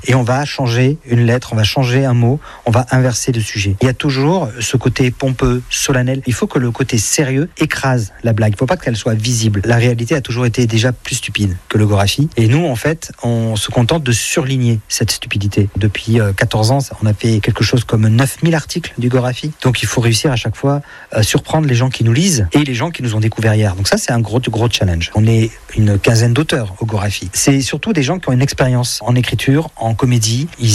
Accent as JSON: {"language": "French", "town": "Bordeaux", "region": "Nouvelle-Aquitaine", "country": "France", "tie": "born there", "also_born_or_lived": "Landes", "said": "Oui, je suis né à Bordeaux, mais mes parents vivent dans les Landes depuis la fin des années 80."}